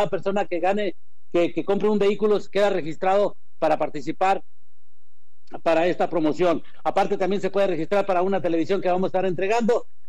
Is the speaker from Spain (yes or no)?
yes; Spain; Somos españoles todos, todos vamos con España. Bueno, no todos. Algunos van con... pero yo sí voy con España.